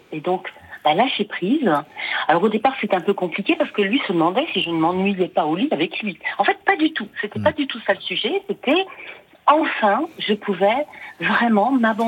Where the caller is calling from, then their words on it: Pays de la Loire, France; J'appelle du Maine-et-Loire, de la douceur angevine.